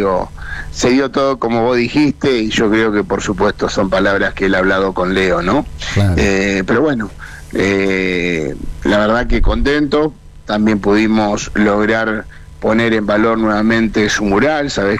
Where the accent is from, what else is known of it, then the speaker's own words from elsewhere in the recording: Argentina; now in Pujato, Argentina; nosotros primero la vivimos como todo argentino